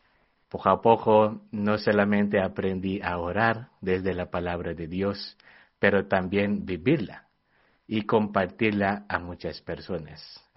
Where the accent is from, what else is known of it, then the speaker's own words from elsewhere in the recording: Manila, Metro Manila, Philippines; Spanish is a second language; moved away as an adult; now in Madrid, Spain; Yo soy de Manila, de la capital. Llevo más de un año aquí en España.